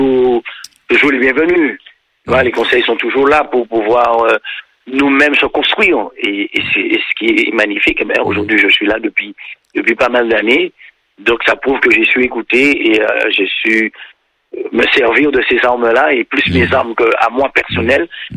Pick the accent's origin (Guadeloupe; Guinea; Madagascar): Guadeloupe; Saint-Claude; Oui, je suis né à Saint-Claude, moi je suis un vrai Saint-Claudien. J'habitais tout en bas de la Souffrière.